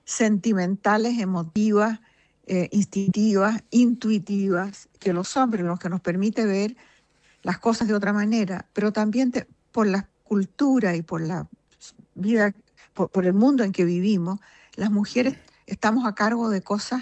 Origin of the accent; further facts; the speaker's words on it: Chile; moved away; He vivido la mayor parte de mi vida, casi toda mi vida afuera. Muy poco tiempo en Chile, pero me siento chilena y amo Chile